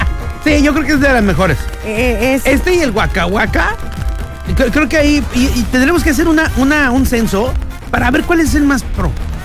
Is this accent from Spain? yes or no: no; Mexico; ¡Hoy somos mexicanos!